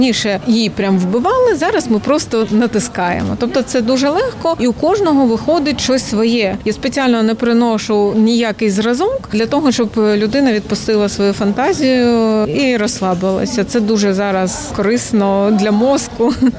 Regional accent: Kharkiv, Kharkiv Oblast, Ukraine; also born or lived in Uzhhorod; я приїхала з міста Ужгород, а взагалі я з Харкова.

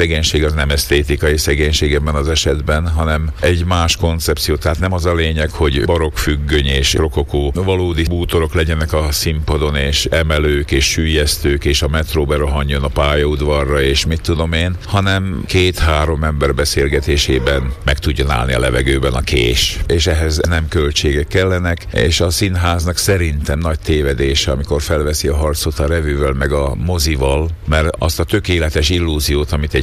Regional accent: Šahy, Nitra Region, Slovakia; moved away; szülővárosom

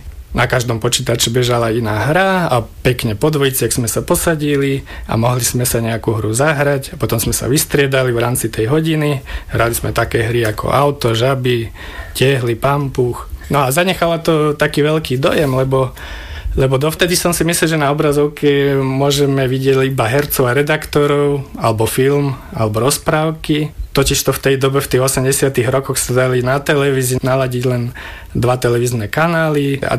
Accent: Topoľčany, Nitra Region, Slovakia; moved away as an adult; now in Nitrianska Blatnica, Slovakia; Som rodený Topolčanec, narodil som sa v Topolčanoch, vyrastal som v Topolčanoch, ale postupom času, jak som aj založil rodinu, tak sme potrebovali niekde bývať vo väčšom, tak som sa odsťahoval v smere na Piešťany do Nitrianskej Blatnice

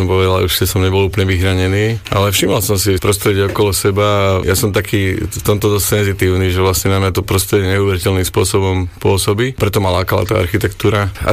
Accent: Prievidza, Trenčín Region, Slovakia; Ja osobne pochádzam z Prievidze.

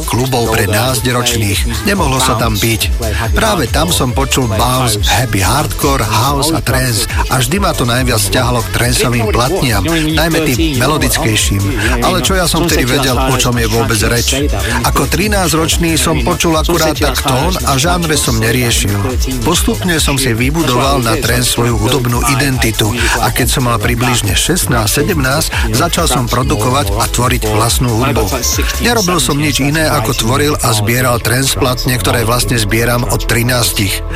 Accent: United Kingdom; Ja mám to šťastie, že som Brit

